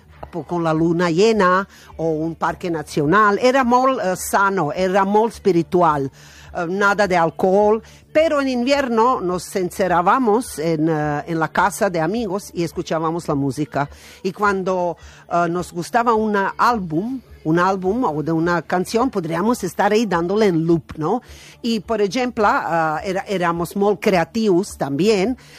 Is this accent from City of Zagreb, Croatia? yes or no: no; Osijek, Osijek-Baranja County, Croatia; born there; Italian is a second language; moved away; Io sono di Osijek